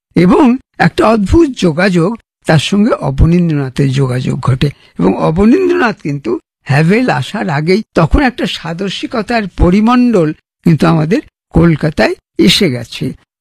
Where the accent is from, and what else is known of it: Kolkata, West Bengal, India